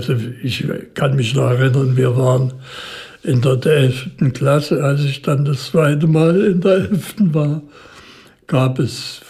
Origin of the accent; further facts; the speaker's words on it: Dresden, Saxony, Germany; Und zu Maler ging man als Dresdner vielleicht nicht so häufig als zu Mozart.